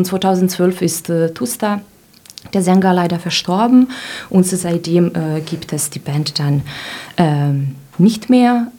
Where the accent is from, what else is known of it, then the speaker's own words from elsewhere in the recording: Serbia; dieser Punk-Szene in Belgrad sehr bekannt dafür, dass sie überall in Serbien, auch zum Beispiel in meiner Heimatstadt oder in der Nähe, Konzerte gemacht haben